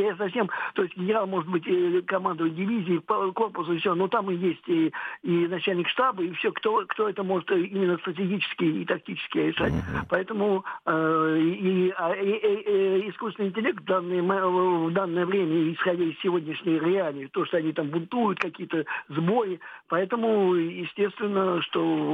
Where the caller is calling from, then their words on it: Moscow, Russia; я из Москвы.